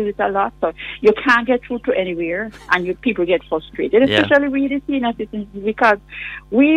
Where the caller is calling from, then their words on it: Jamaica; I'm from Trelange, and I was down here in both Beryl and Melissa.